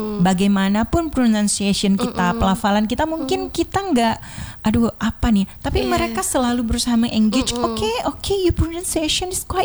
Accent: Aceh, Indonesia; Kita orang Aceh

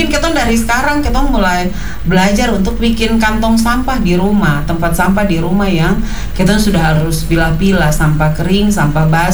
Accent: Fakfak, West Papua, Indonesia; kita warga Kota Fakfak

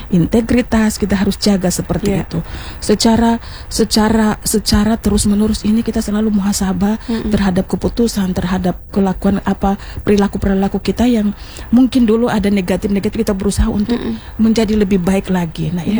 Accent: Southeast Sulawesi, Indonesia; Memang saya suku Munan tapi kita besar di sini. Dan saya itu lebih banyak menguasai bahasa-bahasa lagu-lagu daerah Tolaki.

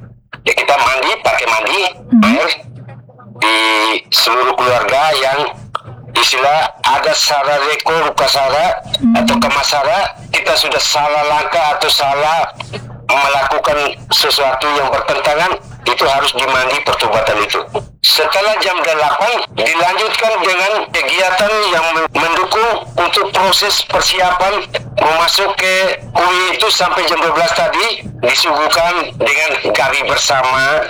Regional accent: Ende, East Nusa Tenggara, Indonesia; istilah kita orang Ende bilang

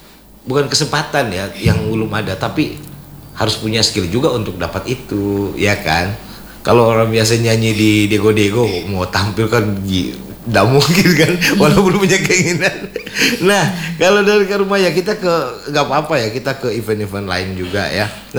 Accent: North Sulawesi, Indonesia; Apalagi kita orang Sangir dikenal di luar sana.

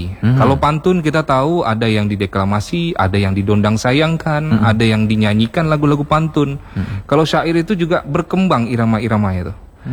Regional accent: Riau, Indonesia; moved away as an adult; now in Tanjung Pinang, Indonesia; kalau kita ni anak rantau dari Riau ke sini. Mencoba untuk mengubah nasib lah.

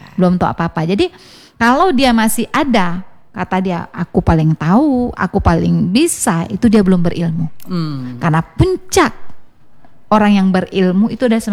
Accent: North Sumatra, Indonesia; Nah, kalau melihat dari tatanan bahasa, kalau kami orang Batak ini kan kau itu biasa, ya kan?

